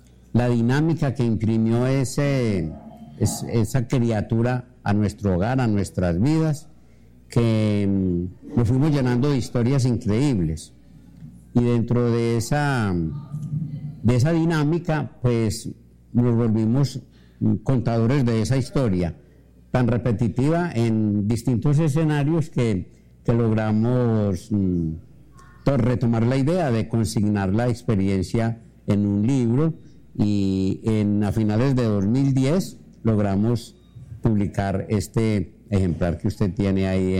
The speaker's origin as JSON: {"language": "Spanish", "town": "Santa Rosa de Cabal", "region": "Risaralda", "country": "Colombia", "tie": "born or raised there", "said": "yo soy uno de los santarrosanos convencido de la generosidad de mi tierra. Nací en una vereda fabulosa que se llama Caracol, por los lados de La Estrella y El Español. Estudié allá en la escuelita, estudié en el núcleo escolar El Castillo"}